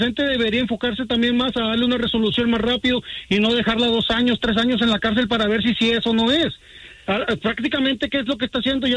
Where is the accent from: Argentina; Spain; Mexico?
Mexico; DJ, en primer lugar, yo soy mexicano, pero mi esposa es del Salvador.